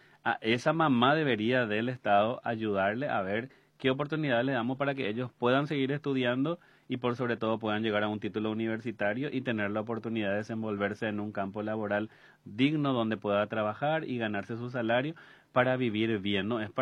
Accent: Paraguay

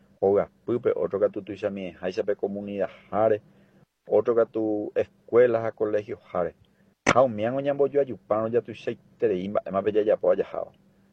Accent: Paraguay; como sociedad como ciudadanía paraguaya en defensa del medio ambiente, en defensa de nuestra casa común.

